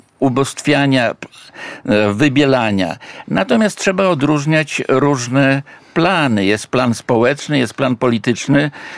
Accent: Warsaw, Masovian Voivodeship, Poland; moved away as an adult; now in Germany; jako warszawiak, który przeżył 64 lata w tym mieście, wielkim mieście

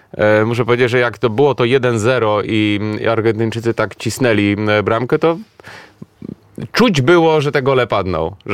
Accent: Warsaw, Masovian Voivodeship, Poland; also born or lived in Canada; z Warszawy jestem, w Warszawie się urodziłem, mieszkałem poza tym 3-letnim okresem spędzonym w Kanadzie.

